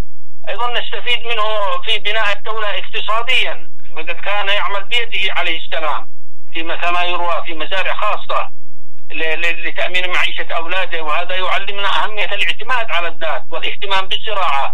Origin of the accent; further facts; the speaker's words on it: Yemen; نحن أبناء اليمن الميمون